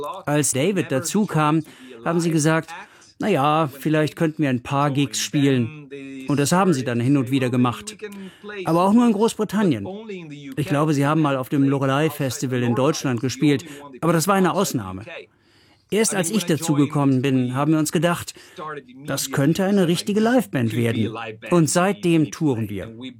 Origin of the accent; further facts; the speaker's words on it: Trieste, Friuli-Venezia Giulia, Italy; German is a second language; hat hier in meiner Heimatstadt Triest in Italien gespielt.